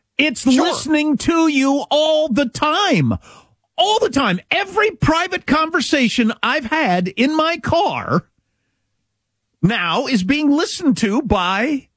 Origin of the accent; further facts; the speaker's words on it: Kansas, United States; I'm from Kansas